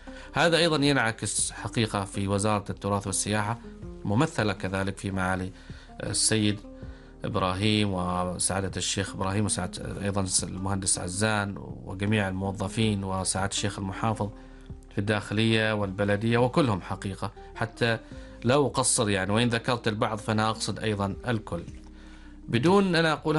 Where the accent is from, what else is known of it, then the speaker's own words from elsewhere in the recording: Nizwa, Ad Dakhiliyah, Oman; احنا في النهاية وإن كنا من أهالي حارة لكننا في النهاية عمانيين